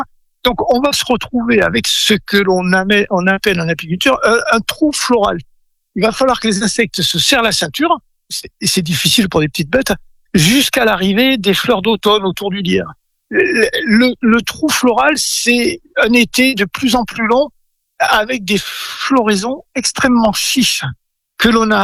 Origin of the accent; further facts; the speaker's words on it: Gascony, France; now in Brittany, France; Quand j'étais enfant en Gascogne, je ramassais le tilleul avec ma mère.